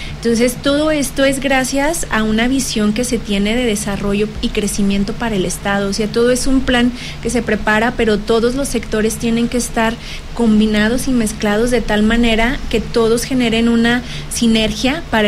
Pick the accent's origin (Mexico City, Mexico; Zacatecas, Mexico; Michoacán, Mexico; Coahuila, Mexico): Zacatecas, Mexico; born there; yo nací en Zacatecas, en la capital.